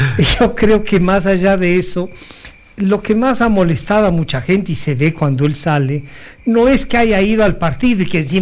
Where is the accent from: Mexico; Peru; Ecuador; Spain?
Ecuador; El Ecuador somos así.